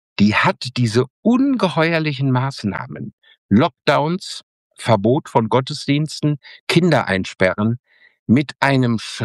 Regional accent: North Rhine-Westphalia, Germany; Donnerstag, der 8. Oktober bin ich in Bünde in Westfalen, in meiner Heimat Ostwestfalen in der Stadthalle.

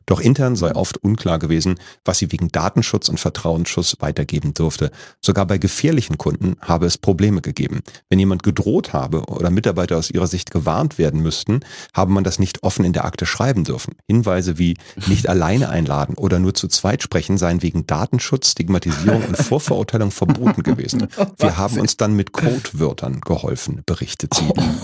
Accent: Berlin, Germany; als Berliner

